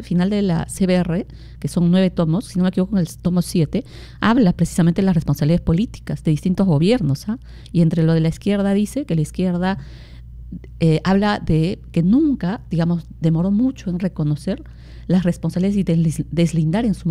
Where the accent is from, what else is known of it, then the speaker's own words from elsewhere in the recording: Cusco, Peru; Yo soy cusqueña, he vivido 10 años de comunidades